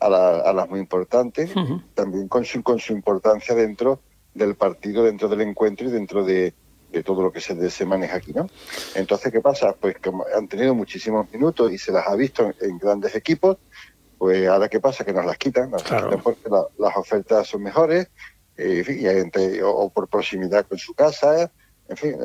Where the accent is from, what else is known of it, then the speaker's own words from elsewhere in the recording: San Fernando, Andalusia, Spain; now in Conil de la Frontera, Spain; yo no soy ni de Guadalcacín, yo soy un cañailla que vive en Conil